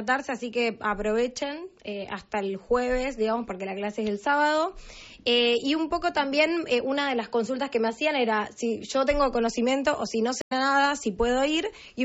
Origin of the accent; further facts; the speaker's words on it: Rosario, Santa Fe, Argentina; moved away as an adult; now in Buenos Aires, Argentina; yo soy de Rosario.